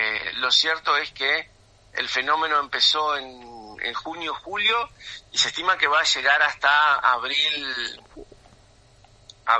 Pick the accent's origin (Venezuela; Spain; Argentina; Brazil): Argentina; Concordia, Entre Ríos; Nacido y criado en Concordia.